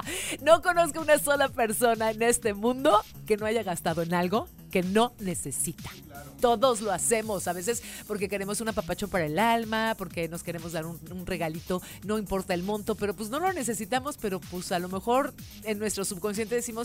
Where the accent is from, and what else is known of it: Mexico